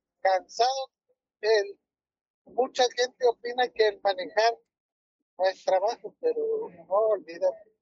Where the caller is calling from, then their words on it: Paraíso, Tabasco, Mexico; de Paraíso.